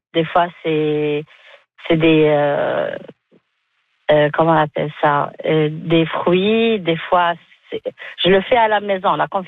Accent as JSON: {"language": "French", "country": "Algeria", "moved": "as an adult", "lives_now": "Halifax, Canada", "said": "je suis algérienne, nouvelle arrivante à Halifax, en Nouvelle-Écosse."}